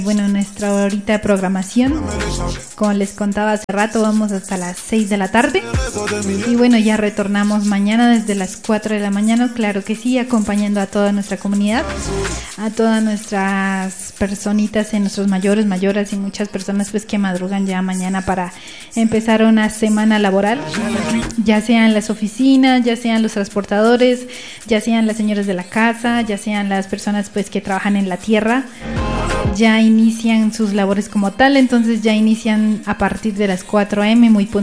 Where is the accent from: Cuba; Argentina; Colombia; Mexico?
Colombia; Jambaló, Cauca; somos las comunidades acá de Jambaló